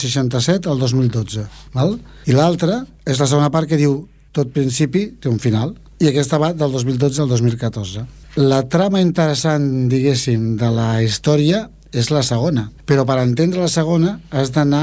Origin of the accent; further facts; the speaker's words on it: Esplugues de Llobregat, Catalonia, Spain; born there; els meus pares havien viscut tota la vida a Collblanc fins que van vindre Esplugues on va néixer jo.